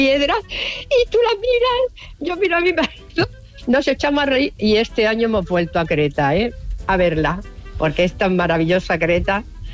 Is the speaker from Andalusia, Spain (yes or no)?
no; Melilla, Spain; now in Cornellà, Spain; Hola, mira, soy de Melilla, pero bueno, vivo en Cornellá.